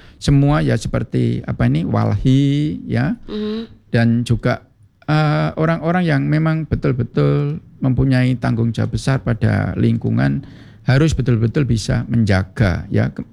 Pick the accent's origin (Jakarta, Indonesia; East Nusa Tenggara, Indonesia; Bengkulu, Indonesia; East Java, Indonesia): East Java, Indonesia; Surabaya; kita Surabaya khususnya di Jawa Timur